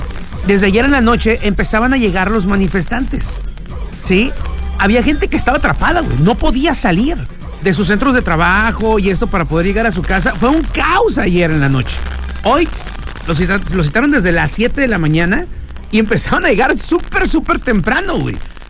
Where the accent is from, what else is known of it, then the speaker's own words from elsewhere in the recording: Mexico; ¡Hoy somos mexicanos!